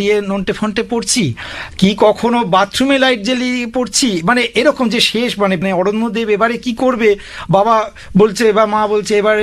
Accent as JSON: {"language": "Bangla", "town": "Konnagar", "region": "West Bengal", "country": "India", "tie": "born or raised there", "said": "এটা হচ্ছে পঞ্চায়েত এলাকা, সেই নবগ্রাম পঞ্চায়েত এলাকায় আমার জন্ম, আমার বেড়ে ওঠা, আমি আজ 50 বছর বয়স পর্যন্ত ওখানেই আছি এবং আমার ইচ্ছে আছে বাকি জীবনটা ওখানেই থাকার।"}